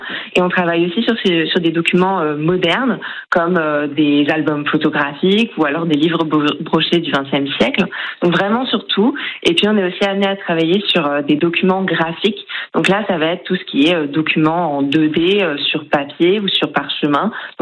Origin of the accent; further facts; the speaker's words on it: Brittany, France; now in La Ferté-Bernard, France; Moi, je viens de Bretagne